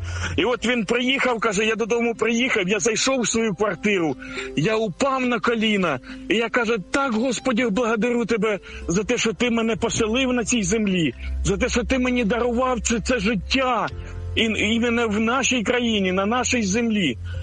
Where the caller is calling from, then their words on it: Kharkiv, Kharkiv Oblast, Ukraine; я із Харкова вас безпокою.